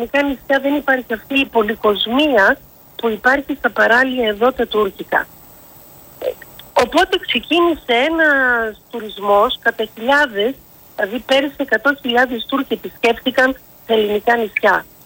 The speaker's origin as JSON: {"language": "Greek", "country": "Greece", "said": "μια και γνωρίζω την Ελλάδα και είμαι Ελληνίδα"}